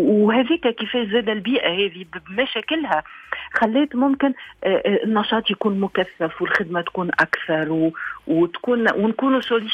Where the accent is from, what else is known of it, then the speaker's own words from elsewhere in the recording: Tunisia; لكن أكيد أني أنا تونسية بنت الأرض ذي